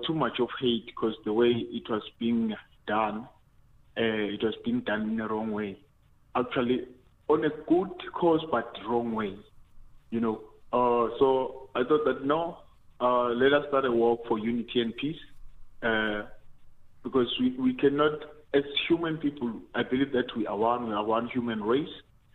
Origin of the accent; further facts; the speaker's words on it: Klerksdorp, North West, South Africa; I'm from Klerksdorp. Klerksdorp, Ogniganana.